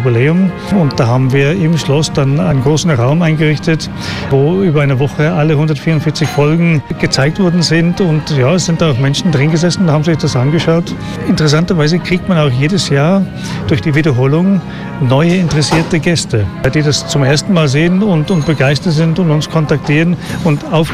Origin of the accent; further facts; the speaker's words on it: Bedford, East of England, United Kingdom; now in Austria; Nein, ich bin gebürtiger Engländer … Ich bin aber schon 20 Jahre hier in Österreich.